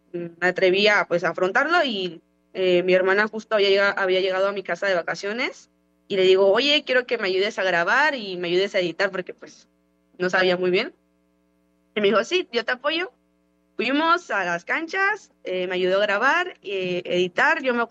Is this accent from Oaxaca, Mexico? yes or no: yes; Oaxaca, Mexico; yo le dije que soy de Oaxaca